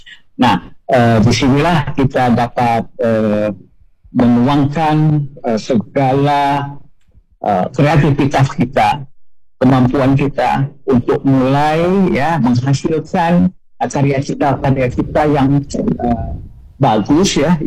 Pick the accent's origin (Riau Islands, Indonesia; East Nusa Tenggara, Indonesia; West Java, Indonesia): Riau Islands, Indonesia; Batam; Saya bukan orang asli Melayu, Mbak. Saya orang Batak ya. Tapi karena saya dibesarkan, dilahirkan di daerah Melayu ini, sejak kecil saya sangat suka dengan budaya Melayu ini ya.